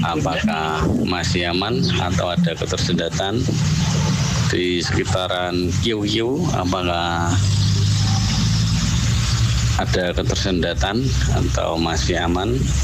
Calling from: Weleri, Central Java, Indonesia; Mbak Gre, kenalin saya dari Weleri.

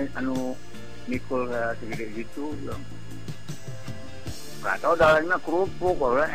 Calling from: Cibadak, West Java, Indonesia

